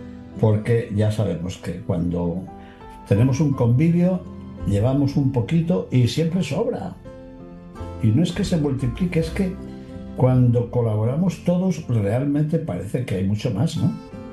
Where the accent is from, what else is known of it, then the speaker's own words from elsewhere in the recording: Castile and León, Spain; moved away; cecina de mi tierra de León